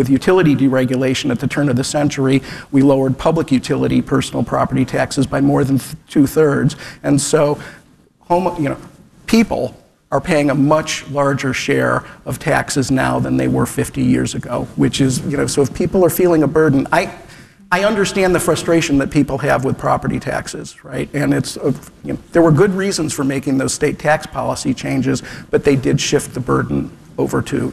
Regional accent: Cleveland Heights, Ohio, United States; Like I said, I grew up in Cleveland Heights.

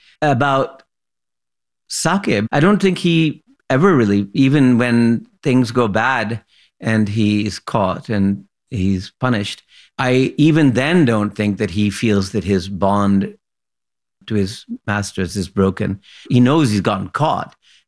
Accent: Lahore, Punjab, Pakistan; born or raised there

